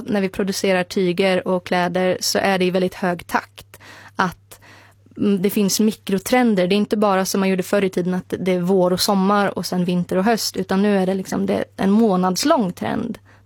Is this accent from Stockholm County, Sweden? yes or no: no; Gothenburg, Västra Götaland County, Sweden; för jag är uppvuxen i en del av landet där det inte finns en särskilt stark lokal förankring. Vi är båda från Göteborgstrakten.